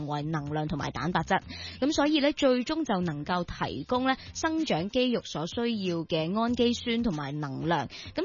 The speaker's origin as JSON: {"language": "Cantonese", "country": "Hong Kong", "said": "我哋香港人都好鍾意食呀。"}